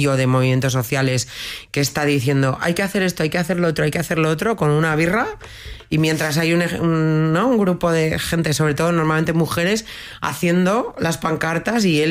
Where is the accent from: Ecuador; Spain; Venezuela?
Spain; Basque Country; Y en esto igual soy un poco vasca de siglo XX.